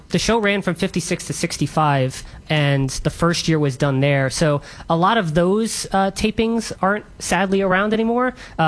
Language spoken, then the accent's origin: English; New York City, New York, United States; Because I'm from Queens